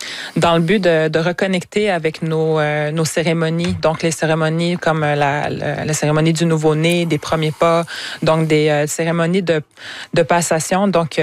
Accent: Wemotaci, Quebec, Canada; chez nous, Wemontachi

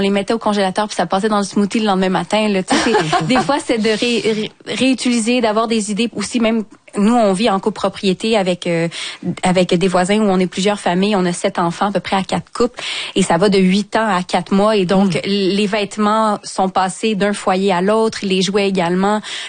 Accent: Saint-Hyacinthe, Quebec, Canada; moved away; moi, je venais du 4-5-0, je viens de Saint-Hyacinthe

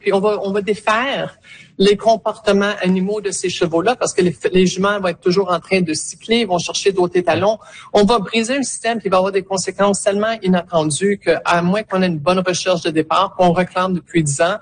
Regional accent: Alberta, Canada; je viens de Bright Creek, une des 6 zones qui est targetée

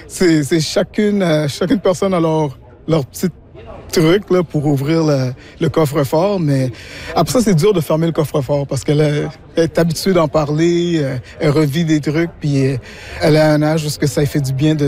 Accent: Quebec, Canada; je suis québécois d'origine haïtienne

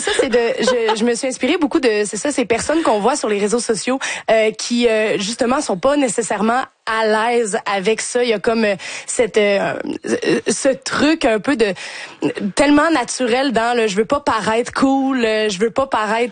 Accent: Quebec, Canada; now in Montreal, Canada; moi, je viens de Québec, j'ai vu un petit peu des gens comme ça, puis je suis dans Hochelaga aussi

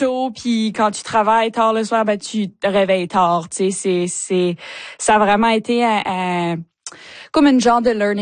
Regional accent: Chéticamp, Nova Scotia, Canada; Ouais, j'ai grandi à Chétican, comme t'as mentionné, tu sais, fait que j'ai grandi en faisant partie de la troupe du Conseil des Arts de Chétican.

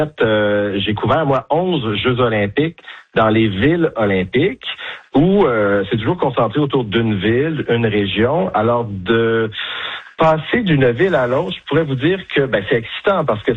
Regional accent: Quebec, Canada; chez nous, au Québec

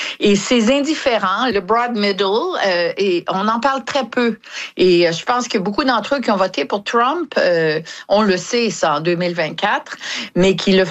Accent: Quebec, Canada; now in United States; Moi, en tant que Québécoise qui vit aux États-Unis depuis 40 ans, mais qui est aussi américaine parce que j'ai des enfants américains et un mari américain

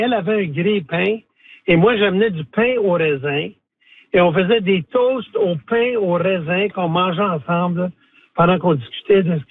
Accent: Chelmsford, Ontario, Canada; moi, je suis originaire de Chelmsford et mon père avait le magasin Canadian Tire à Chelmsford.

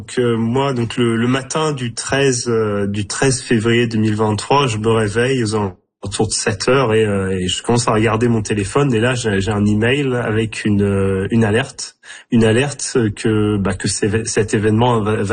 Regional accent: Normandy, France; now in Australia; c'est très proche de là d'où je viens, en Normandie.

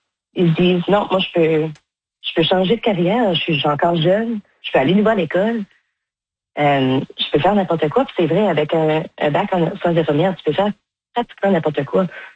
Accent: Manitoba, Canada; accent: Manitoba French; Mais je trouve que mon accent est proche assez bien du Manitoba.

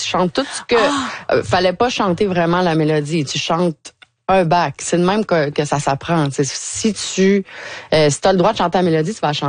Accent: Quebec, Canada; born there; moved away; J'étais en Gaspésie.

